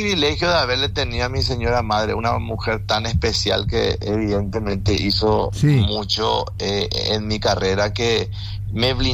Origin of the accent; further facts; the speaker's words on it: Paraguay; moved away; also born or lived in Buenos Aires, Argentina; yo como paraguayo le apoyo muchísimo a la Argentina